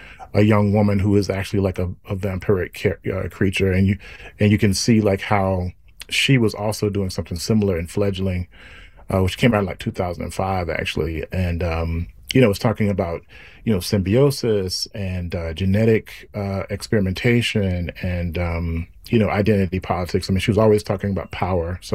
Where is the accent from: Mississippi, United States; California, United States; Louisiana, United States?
Mississippi, United States; you know, I'm from Mississippi, so and I grew up with the blues